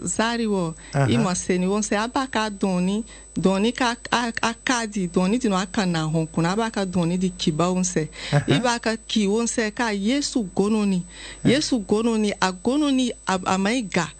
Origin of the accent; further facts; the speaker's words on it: Parakou, Borgou, Benin; moved away as an adult; also born or lived in Ethiopia; now in Abidjan, Côte d'Ivoire; J'ai passé une bonne partie de mon enfance à Parakou.